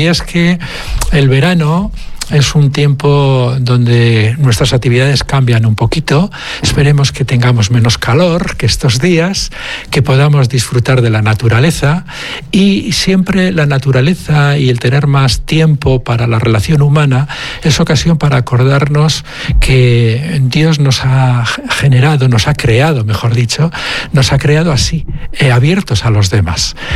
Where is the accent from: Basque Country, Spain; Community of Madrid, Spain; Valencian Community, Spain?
Basque Country, Spain; Biscay; Somos los dentro de Vizcaya, cuando salimos fuera, muchos decimos que somos de Bilbao